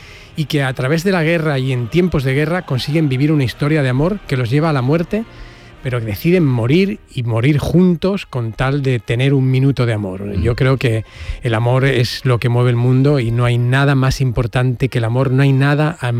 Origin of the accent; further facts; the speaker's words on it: Region of Murcia, Spain; also born or lived in Barcelona; now in Seville, Spain; Sí, yo no soy catalán, yo soy murciano realmente. Y me fui a Barcelona a estudiar al Instituto del Teatro. Y luego lo que no sabéis es que yo vivo en Sevilla hace 10 años.